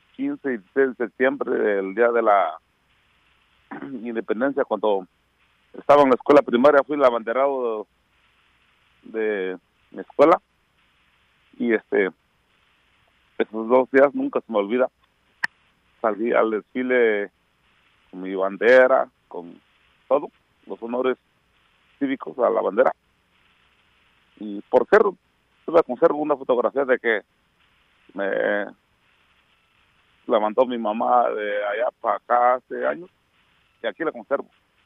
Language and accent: Spanish; Santa María Tindú, Oaxaca, Mexico; first language Mixtec; Spanish is a second language; moved away; si llegaré a Oaxaca, a mi pueblo, Santa María Tindú, no voy a hablar español, voy a hablar puro mixteco.